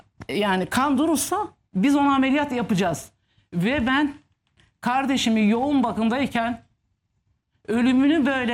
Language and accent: Turkish; Istanbul, Turkey; Biz İstanbulluyuz normalde. Benim kardeşlerim, biz köyde büyüdük. Çocukken köyde geçti çocukluğumuz.